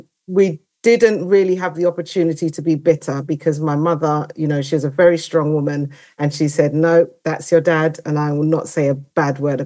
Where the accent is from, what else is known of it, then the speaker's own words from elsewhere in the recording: London, United Kingdom; now in Croydon, United Kingdom; born and bred in East London. So right. Technically, I'm an East London girl